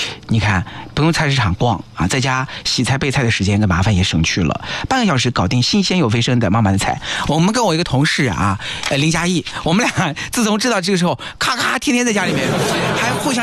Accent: Nanjing, Jiangsu, China; 就是为了我们南京人的餐桌，一定费尽心思，一定用心用情好好搞啊！

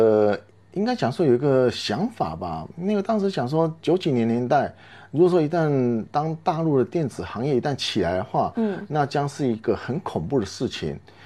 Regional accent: Yingge, New Taipei, Taiwan; moved away as an adult; also born or lived in Europe and America; now in Chongqing, China; 我是台湾新北市的莺歌，它是台湾的陶瓷，像景德镇这地方。

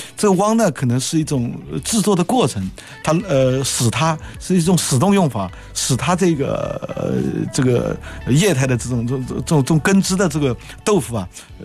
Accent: Gaoyou, Jiangsu, China; 因为我们高邮的双黄蛋也很有名气

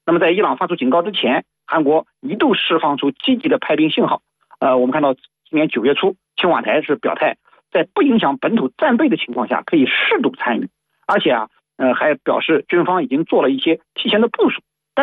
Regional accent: China

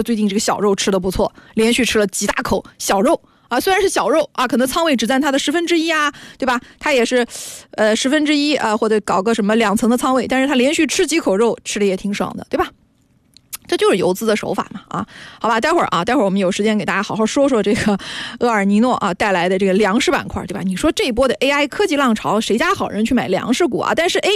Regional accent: China

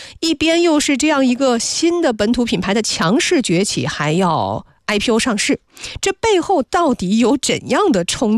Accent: China; 我们中国人

